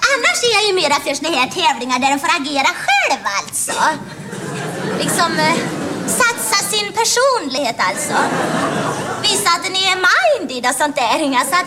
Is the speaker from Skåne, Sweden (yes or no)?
no; Västra Götaland County, Sweden; born there; jag hade en väldigt svår dialekt att arbeta bort. Ja, det är nämligen så att jag är född i Västergötland